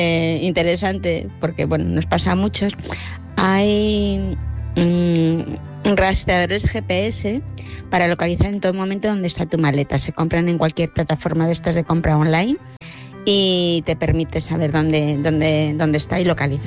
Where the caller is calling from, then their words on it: Madrid, Community of Madrid, Spain; de Madrid.